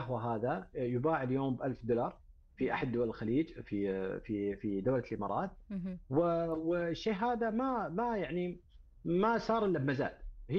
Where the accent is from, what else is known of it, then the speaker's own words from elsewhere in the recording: Saudi Arabia; نفتخر فيها احنا اليوم كسعوديين